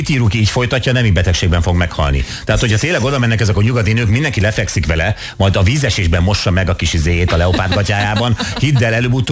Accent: Újlipótváros, Budapest, Hungary; Új Lipotvárosi őslakos.

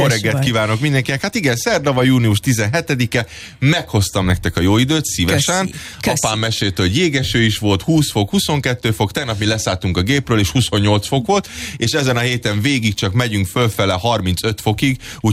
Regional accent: Budapest, Hungary; itt lenni egyáltalán magyarként, meg úgy kis egyszerű kis budapesti kis cigányként

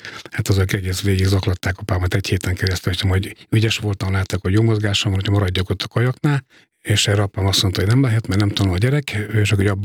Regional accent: Miskolc, Borsod-Abaúj-Zemplén, Hungary; born there; Miskolcon születtem 1965-ben

